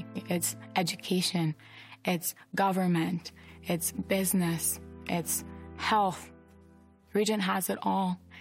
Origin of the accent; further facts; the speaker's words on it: Albania; They're like, "We're actually headed to Albania." I said, "What? I'm from Albania."